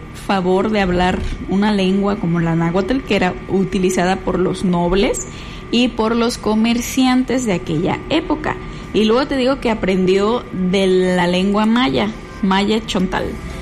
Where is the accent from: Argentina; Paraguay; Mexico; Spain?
Mexico; tu realidad es México, ¿no? O sea, es el país que habitamos, aquí es donde nos tocó nacer, donde nuestra patria nos abraza y pues a pesar de todas las cosas, al final de cuentas somos mexicanos